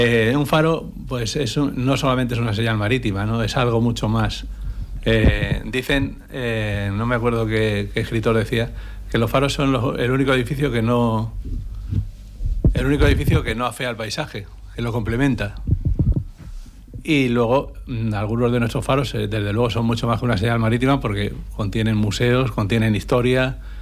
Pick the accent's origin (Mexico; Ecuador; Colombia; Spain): Spain; Madrid, Community of Madrid; Yo soy de Madrid, bueno, nací en Madrid, aunque tenía que haber nacido en Málaga, porque mis padres vivían en Málaga y se fueron a tener niño a Madrid y se volvieron.